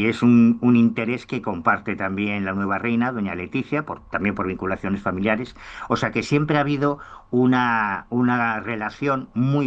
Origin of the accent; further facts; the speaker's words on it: A Coruña, Galicia, Spain; vengo de La Coruña y yo quería hablar con pilotos que hayan visto ovnis.